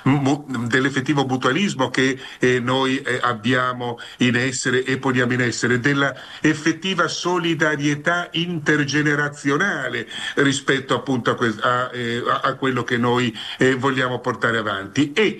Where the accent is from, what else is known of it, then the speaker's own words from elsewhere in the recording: Friuli-Venezia Giulia, Italy; sono ancora in Friuli, arriverò a Roma solamente questa sera per impegni che mi trattengono nella mia terra.